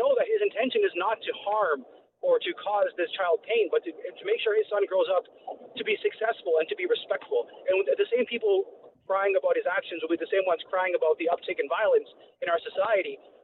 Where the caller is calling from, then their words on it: Toronto, Ontario, Canada; On my way into Ajax from Toronto. Great drive.